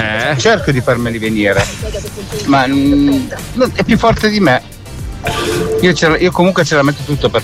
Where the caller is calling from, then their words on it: Treviso, Veneto, Italy; da Treviso.